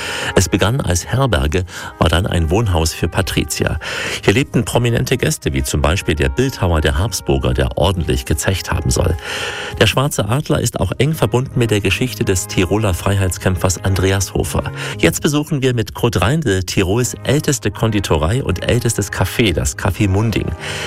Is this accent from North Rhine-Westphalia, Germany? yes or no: no; Saxony, Germany; Als Sachse kennt man den Bautzner.